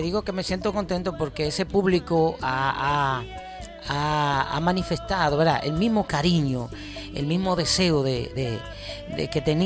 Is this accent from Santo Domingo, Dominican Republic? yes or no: no; Nagua, María Trinidad Sánchez, Dominican Republic; Sí, en Nagua. Yo soy de Nagua, sí.